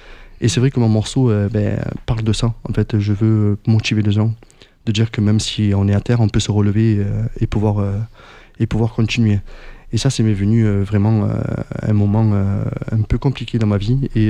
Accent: Sète, Occitanie, France; Ben, en fait, moi, voilà, je viens de Sète. Et voilà, j'ai grandi toujours dans la musique.

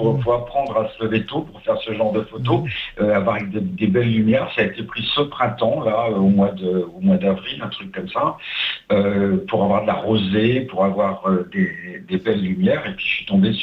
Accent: Grand Est, France; now in Saint-Gély-du-Fesc, France; aussi bien de la région du Languedoc, qui est ma région adoptive, que de la Champagne, qui est ma région natale.

